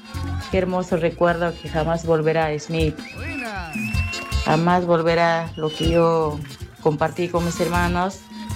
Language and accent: Spanish; Huancavelica, Peru; moved away; Recuerdo de mi niñez, que tan hermosa en mi tierra, en mi santa tierra, Huancavelica.